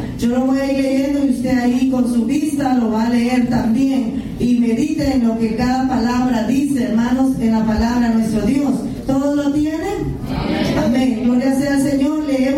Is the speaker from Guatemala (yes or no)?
yes; Guatemala; Soy guatemalteca